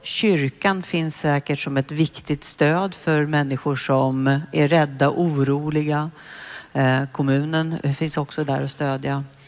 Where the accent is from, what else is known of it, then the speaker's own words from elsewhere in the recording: Uppsala, Uppsala County, Sweden; När jag växte upp och började titta runt omkring mig hemma i Uppsala